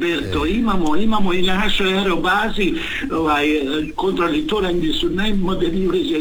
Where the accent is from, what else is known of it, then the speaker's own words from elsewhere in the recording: Zadar, Zadar County, Croatia; born there; ja sam rođen na Putamiki davne 54. godine